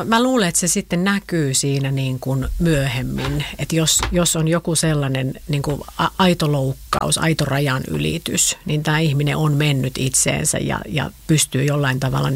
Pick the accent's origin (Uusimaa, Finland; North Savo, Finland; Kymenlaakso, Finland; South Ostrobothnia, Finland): North Savo, Finland; Varkaus; olen itse Savosta kotoisin. Eli olen Varkaudesta kotoisin.